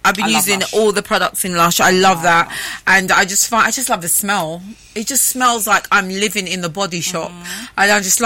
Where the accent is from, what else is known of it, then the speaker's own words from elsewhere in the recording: Oldham, North West England, United Kingdom; born there; moved away; I'm originally from Manchester.